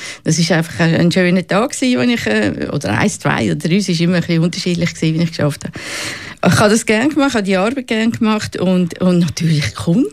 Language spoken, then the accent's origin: German; Zurich, Switzerland; born there; ich bin eben 69, ich bin geboren im Zürcher Oberland.